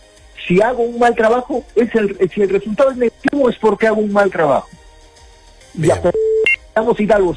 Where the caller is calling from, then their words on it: Peru; yo no soy arequipeño, pero como arequipeños, como peruanos